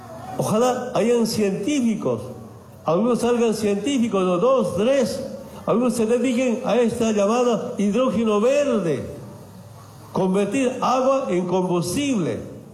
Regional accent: Bolivia

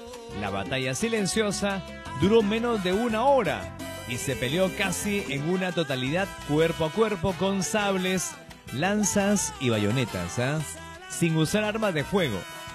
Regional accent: Peru

